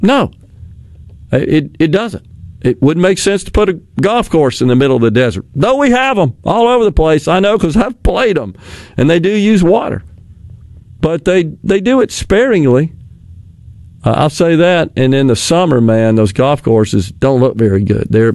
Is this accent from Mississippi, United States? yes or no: yes; Jackson, Mississippi, United States; which is close in West Jackson over there to where I grew up on Northside Drive, kind of sandwiched between Bowling Street and Watkins, those of you familiar with the area of central Mississippi.